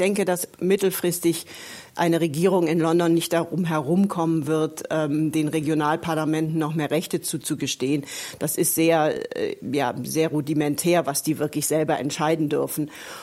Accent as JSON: {"language": "German", "country": "Germany", "moved": "as an adult", "lives_now": "United Kingdom", "said": "Wir kennen das ja auch als Deutsche"}